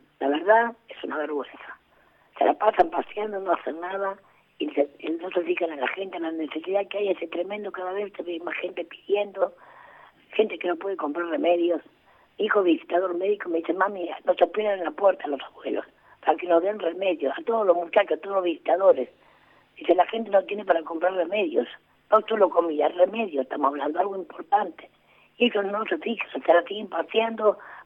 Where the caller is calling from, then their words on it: Avellaneda, Buenos Aires Province, Argentina; Buen día, Jorge … Avellaneda.